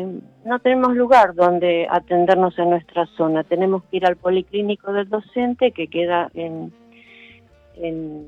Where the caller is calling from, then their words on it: Castelar, Buenos Aires Province, Argentina; De Castelar.